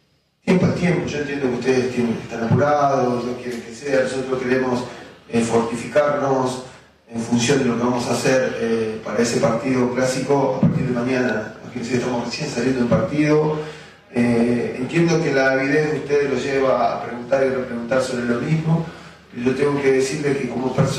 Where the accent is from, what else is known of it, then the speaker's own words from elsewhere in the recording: Argentina; Agradecimiento eterno a una persona que, como argentino, nos dio tanto, tan lindo, ¿no?